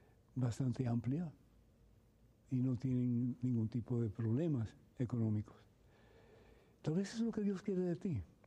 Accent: Cuba; moved away; Mis padres, mi familia, yo somos de Cuba y salimos sin un centavo de Cuba. Ellos salieron 5 años después que nosotros, mi hermano y yo.

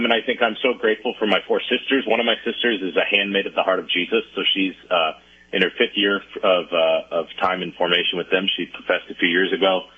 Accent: Elm Grove, Wisconsin, United States; So I grew up in Elm Grove, a suburb right next to it. I went to a K through 8 parochial school, went to an all-boy Jesuit high school here in Milwaukee named Marquette High School.

